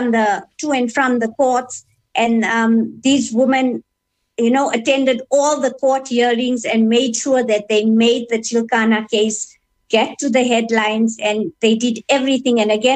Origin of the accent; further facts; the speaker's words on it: East Rand, Gauteng, South Africa; I grew up on the East Rand.